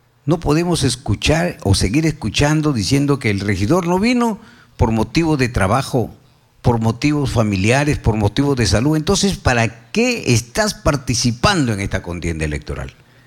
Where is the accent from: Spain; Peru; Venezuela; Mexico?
Peru; somos partícipes, parte de este Perú